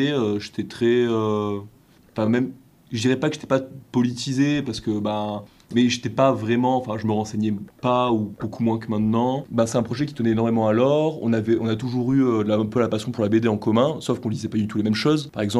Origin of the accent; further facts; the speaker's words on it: Claret, Occitanie, France; on n'est pas de Saint-Clément-de-Rivière, mais on vient donc Laure de Montferrier, qui est juste à côté de Saint-Clément, et moi de Claret, donc qui est un petit village plus loin, à une bonne demi-heure de route.